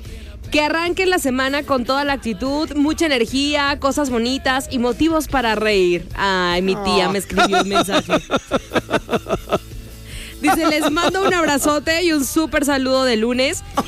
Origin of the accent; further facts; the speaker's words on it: Zacatecas, Mexico; Pues sí, yo creo, pues ya ves que soy de Zacatecas.